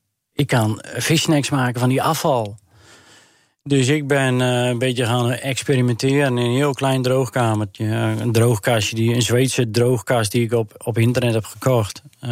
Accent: Urk, Flevoland, Netherlands; Ja, ik ben opgegroeid op Urk natuurlijk. We zijn Urkers en op Urk iedereen ademt vis.

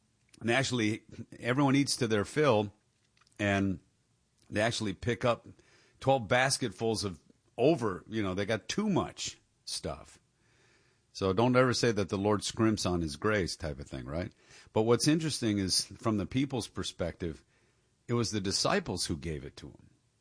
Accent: Detroit, Michigan, United States; moved away; the city I grew up in Detroit

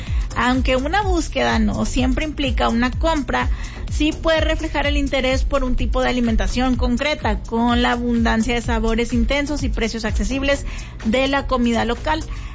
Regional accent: Mexico; para los mexicanos

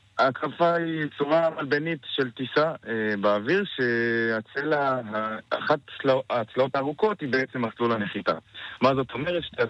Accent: Jerusalem, Jerusalem District, Israel; אז אני בן 22, אני מירושלים.

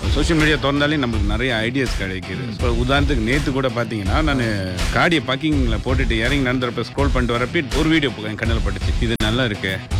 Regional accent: Nibong Tebal, Penang, Malaysia; பெரிய செம்பனை தோட்டம் இருக்கும், கலப்பா சவைட் சொல்லுவாங்க. அந்த தோட்டத்துல பைராம் தோட்டம்னு ஒரு தோட்டம் இருக்கு. தோட்டத்துல பிறந்து வளர்ந்தது எல்லாமே அந்த பைராம் தோட்டத்துல தான்.

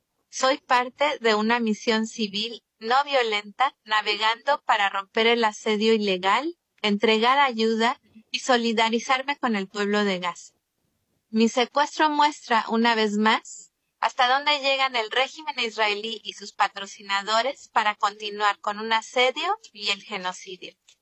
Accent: Mexico; Soy psicóloga social y soy mexicana.

